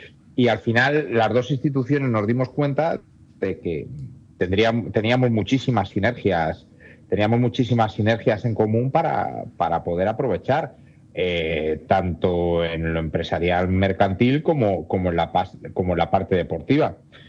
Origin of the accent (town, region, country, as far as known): Spain